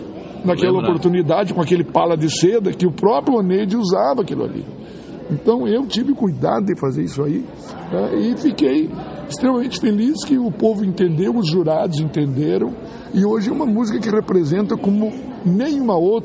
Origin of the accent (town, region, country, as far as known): Rio Grande do Sul, Brazil